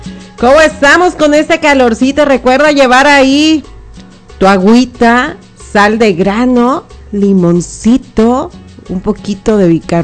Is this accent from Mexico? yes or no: yes; Mexico; somos bien mexicanos.